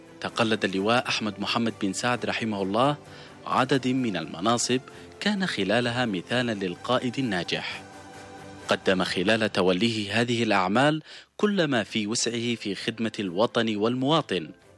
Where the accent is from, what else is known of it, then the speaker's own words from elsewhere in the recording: Yemen; في بلدنا اليمن